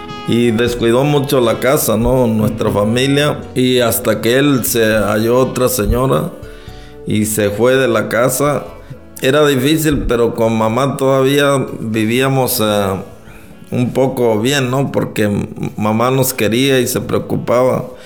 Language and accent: Spanish; Jalisco, Mexico; Yo vengo del estado de Jalisco, México, de la sierra. Yo viví con mis papás hasta la edad de 6 años.